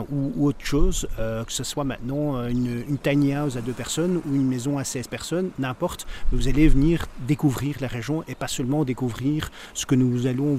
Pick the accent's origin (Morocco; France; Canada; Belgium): Belgium; now in Netherlands; mais je suis belge, hein, vous l'entendez, mais je travaille aux Pays-Bas